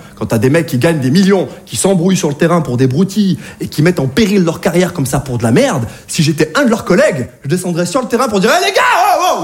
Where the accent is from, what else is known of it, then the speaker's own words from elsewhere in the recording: Saint-Étienne, Auvergne-Rhône-Alpes, France; Je parle des provinciaux parce que moi-même je suis de province, je viens de Saint-Étienne, vous connaissez ou pas?